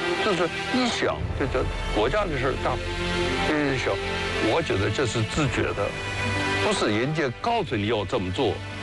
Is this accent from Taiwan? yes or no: no; China; 我们中国人在这块不能落后，